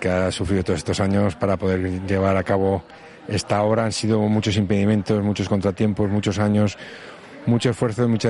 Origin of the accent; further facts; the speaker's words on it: Pamplona, Navarre, Spain; moved away as an adult; also born or lived in Soria; now in Eibar, Spain; soy nacido en Pamplona